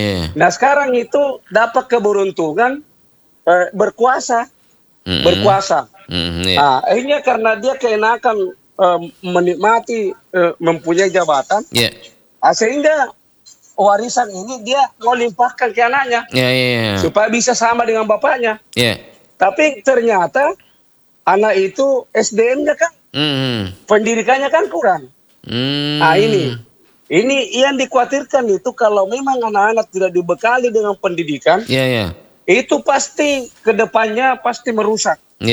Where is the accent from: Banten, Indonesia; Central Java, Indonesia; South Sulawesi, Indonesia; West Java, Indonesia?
South Sulawesi, Indonesia; Kita orang Sulsel.